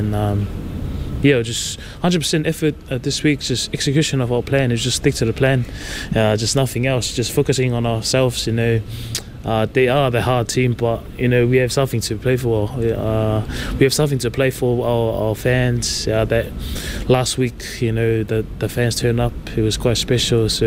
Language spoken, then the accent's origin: English; Ireland; It's the dream from me growing up in Ireland, playing playing club footy